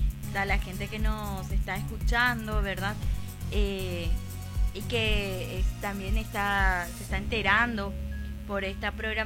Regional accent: Paraguay; esa unión y esa solidaridad que tanto nos caracteriza como paraguayos también.

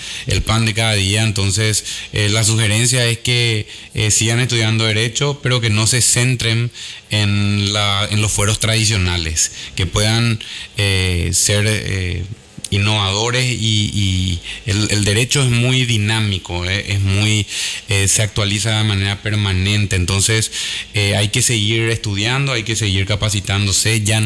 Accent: Paraguay; creer en nosotros mismos como paraguayos

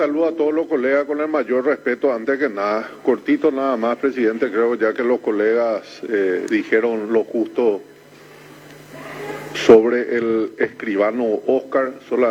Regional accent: Paraguay; nos sentimos muy honrados como paraguayos

